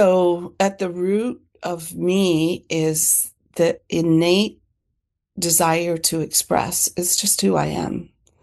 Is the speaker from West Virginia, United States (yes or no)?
no; Berkeley, California, United States; also born or lived in San Joaquin Valley, California / New Orleans; I grew up in Berkeley, but I was born in the San Joaquin Valley to a farming family.